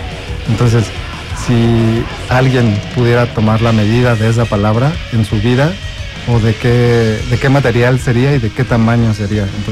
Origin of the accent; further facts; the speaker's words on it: Mexico; somos mexicanos.